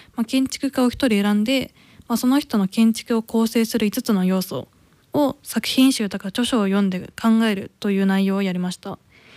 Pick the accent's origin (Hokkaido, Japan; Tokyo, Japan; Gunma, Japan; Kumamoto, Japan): Gunma, Japan; Ota; 私は今ちょっと地元の群馬県太田市の太田駅周辺を対象に、駅周辺の環境を魅力的にするようなものを作ろうかなと考えています。